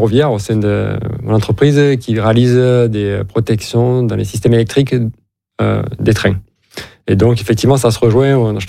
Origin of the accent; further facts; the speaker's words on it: Occitanie, France; born there; étant né dans l'Aveyron, la campagne